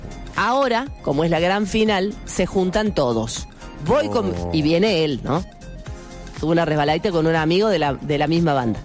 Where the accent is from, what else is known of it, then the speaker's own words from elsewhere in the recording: Argentina; sí somos apasionados los argentinos.